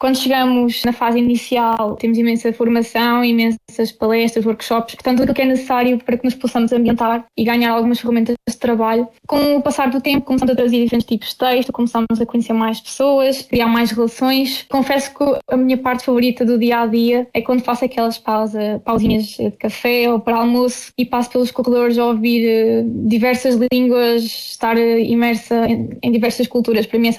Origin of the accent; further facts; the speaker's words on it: Pombal, Leiria, Portugal; moved away as an adult; also born or lived in Coimbra / Minho; now in Luxembourg; tenho 23 anos e sou natural de Pombal, Leiria.